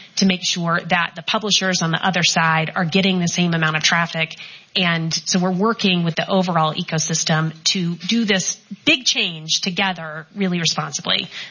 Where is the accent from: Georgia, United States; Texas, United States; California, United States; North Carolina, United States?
Georgia, United States; Macon; So I grew up in Macon, Georgia. I got my information growing up from two sources, our local newspaper and the World Book Encyclopedia.